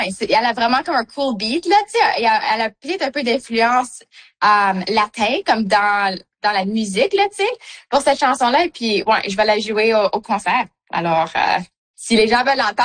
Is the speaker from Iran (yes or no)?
no; Manitoba, Canada; Puis moi j'ai des racines comme je suis franco-manitobaine